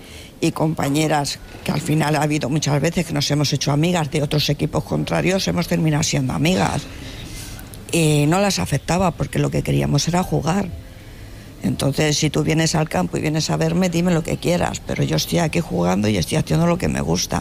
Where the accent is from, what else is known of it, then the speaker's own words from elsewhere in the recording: Madrid, Community of Madrid, Spain; Yo soy de Prosperidad. Y nos íbamos a jugar, que antes era todo campo, cuando yo era pequeña era todo campo, era Clara del Rey, Corazón de María.